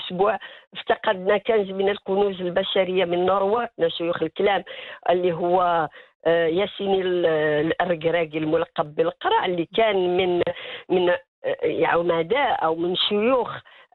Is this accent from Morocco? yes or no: yes; Morocco; وهذا ما يميزنا نحن كمغاربة على باقي دول العالم